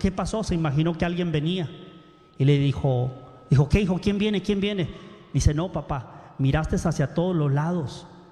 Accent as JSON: {"language": "Spanish", "country": "Mexico", "said": "los que somos de México"}